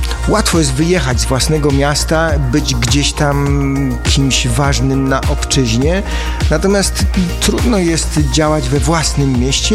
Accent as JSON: {"language": "Polish", "town": "Nowy Sącz", "region": "Lesser Poland", "country": "Poland", "tie": "born or raised there", "said": "moje rodzinne miasto, Nowy Sącz"}